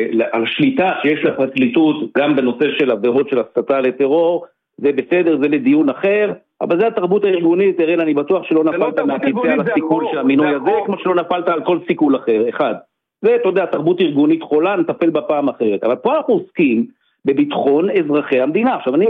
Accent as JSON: {"language": "Hebrew", "town": "Jerusalem", "region": "Jerusalem District", "country": "Israel", "said": "אני ירושלמי"}